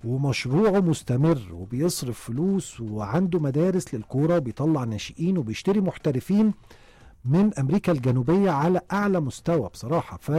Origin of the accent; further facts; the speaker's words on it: Egypt; مش بعيد عننا كمصريين وكعشاق للكورة.